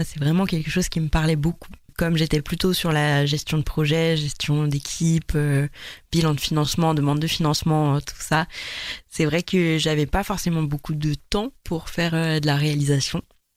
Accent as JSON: {"language": "French", "region": "Provence-Alpes-Côte d'Azur", "country": "France"}